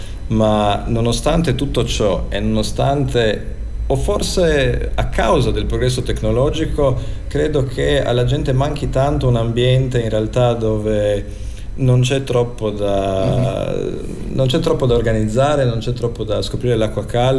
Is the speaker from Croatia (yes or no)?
yes; Rijeka, Primorje-Gorski Kotar County, Croatia; accent: Fiuman dialect; Il nostro dialetto, il nostro fiumano, che qui è un mix molto particolare di di lingua italiana e di lingua croata.